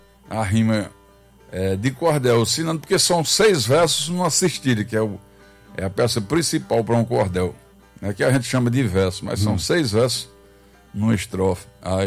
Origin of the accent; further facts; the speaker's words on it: Coremas, Paraíba, Brazil; Sou paraibano, filho de Coremas.